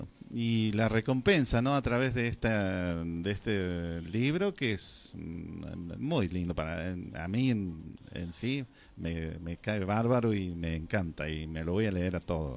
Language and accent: Spanish; Alpa Corral, Córdoba, Argentina; born there